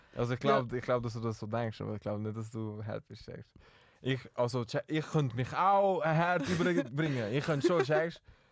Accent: Zurich, Switzerland; Ich bin auch Zürcher

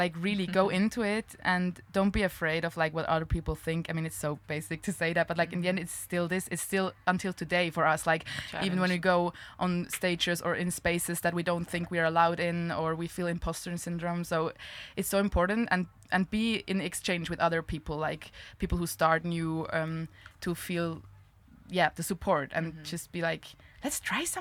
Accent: Switzerland; first language Swiss German; English is a second language; Like it was a challenge to realize it's my mother tongue, but like how can I do good texts in my mother tongue like that don't feel weird?

